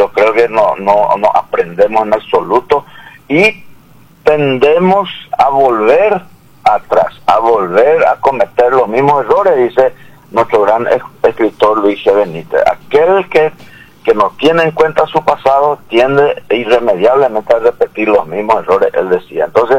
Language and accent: Spanish; San Estanislao, San Pedro, Paraguay; mis queridos compueblanos del departamento de San Pedro y de nuestro querido distrito de San Estanislao.